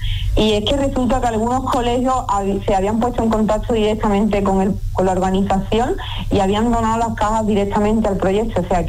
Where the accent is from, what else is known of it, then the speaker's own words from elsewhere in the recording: Arcos de la Frontera, Andalusia, Spain; mi caso, pues me presento, diga que … de Arco de la Frontera